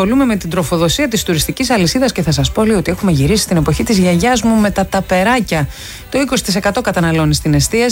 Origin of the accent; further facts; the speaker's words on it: Lefkada, Ionian Islands, Greece; και από φίλους στον τόπο μου, στη Λευκάδα, έτσι που είναι ένα κατεξοχήν τουριστικό μέρος.